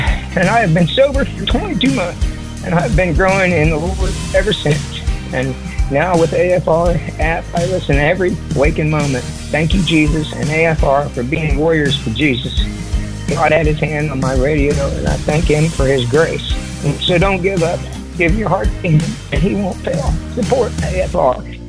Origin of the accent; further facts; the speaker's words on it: Kansas, United States; I'm from Kansas.